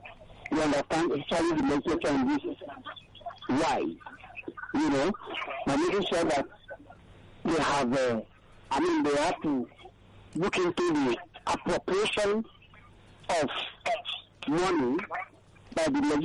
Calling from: Ekiti, Nigeria; I'm calling from Abanja, in Ekiti.

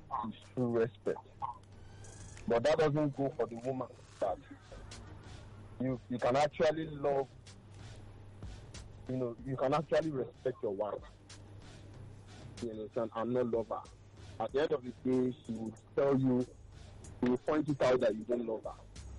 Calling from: Lagos, Nigeria; I'm coming from Command.

